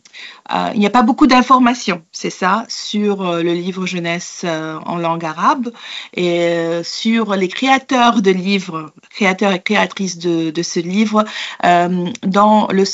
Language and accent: French; Egypt; moved away as an adult; now in Paris, France; Je suis une petite salade composée. J'ai grandi en Égypte et ça fait une quinzaine d'années que je suis installée à Paris, en France, en raison de travail de mon conjoint. La France est devenue ma deuxième maison. Mais j'ai grandi en Égypte d'une mère polonaise et d'un père égyptien.